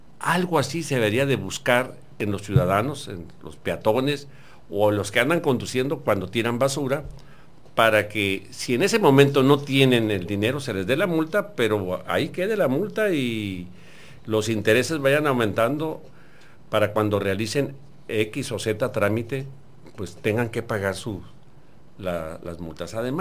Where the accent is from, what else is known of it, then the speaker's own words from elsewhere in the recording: Mexico; y como mexicanos debemos, sí, poner el ejemplo de que somos gente.